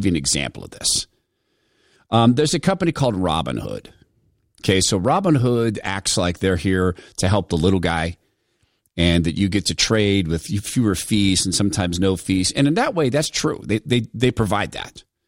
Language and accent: English; Spokane, Washington, United States; You know, I grew up in Spokane, Washington